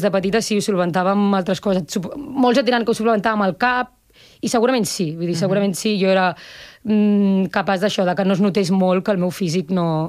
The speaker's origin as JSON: {"language": "Catalan", "town": "Mataró", "region": "Catalonia", "country": "Spain", "said": "nosaltres moltes som de Mataró i tenim la ciutat molt integrada, estem molt orgullosos de les tradicions de Mataró"}